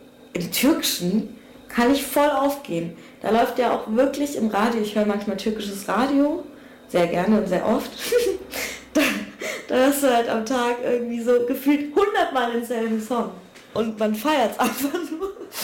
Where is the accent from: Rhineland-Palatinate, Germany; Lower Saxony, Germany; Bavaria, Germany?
Bavaria, Germany; meine Großeltern nicht in einer Stadt gelandet sind in Deutschland als GastarbeiterInnen, sondern halt auf dem bayerischen Dorf, gab es diese Kontakte auch gar nicht. Also wie gesagt, so eine türkische Community gab es nicht.